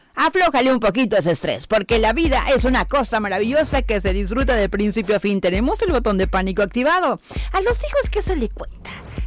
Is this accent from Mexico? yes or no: yes; Mexico; somos mexicanos